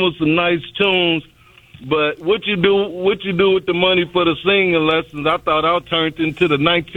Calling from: Chicago, Illinois, United States; because I was from Chicago.

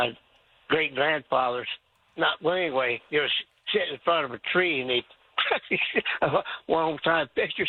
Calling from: Texas, United States; Well, I'm calling from Wilson County, about 12 miles north of Floresville.

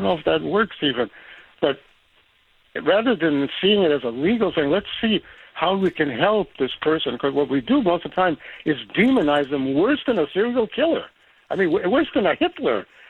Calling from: Newton, Massachusetts, United States; a very fine person in Newton, right in the same town that we both live in.

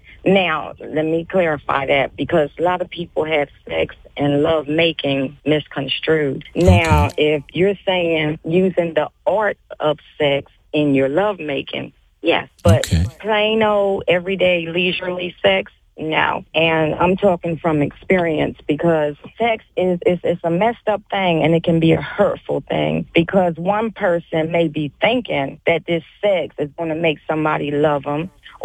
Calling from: Fayetteville, United States; I'm calling from Fayetteville.

